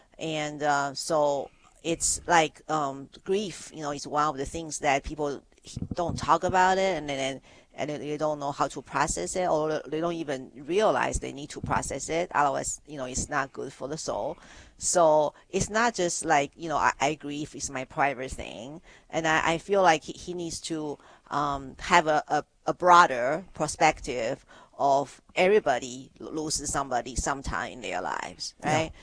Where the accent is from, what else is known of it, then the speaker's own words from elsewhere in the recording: Taiwan; Well, I've never been to the China mainland because I was born and raised in Taiwan.